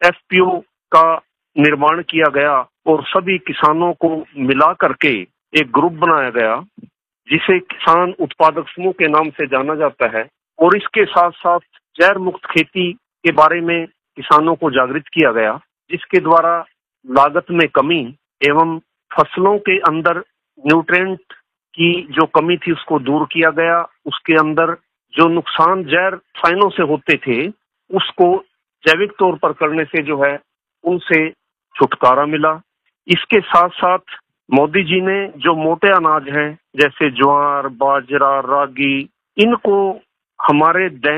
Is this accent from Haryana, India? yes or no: yes; Sanwali, Haryana, India; district Karnal, गांव सांवली का रहने वाला हूं